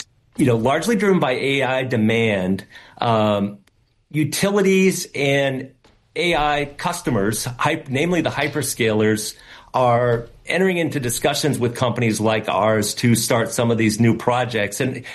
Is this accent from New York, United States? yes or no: no; New Hampshire, United States; born or raised there